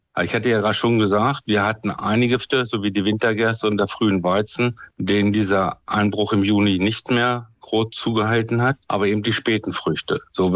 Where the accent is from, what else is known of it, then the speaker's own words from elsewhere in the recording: Lower Saxony, Germany; Ich komme ja aus der Hildesheimer Börde